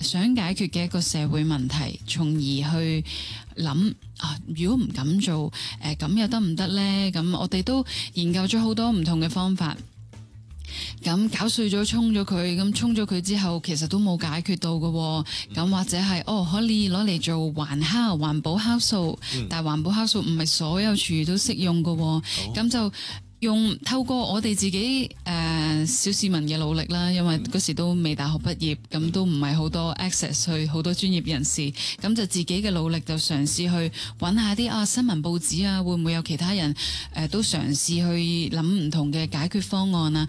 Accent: Hong Kong; 我其实自己本身就土生土长香港人啦，我哋细细个就冇乜厨余嘅教育

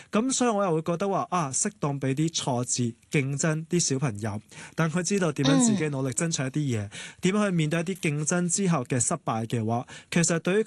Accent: Hong Kong; 我哋香港人嗰種好講求

